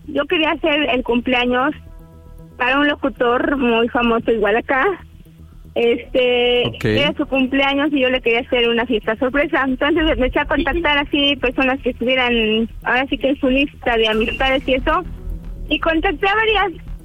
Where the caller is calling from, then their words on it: Orizaba, Veracruz, Mexico; 40 y soy de Orizaba, Veracruz.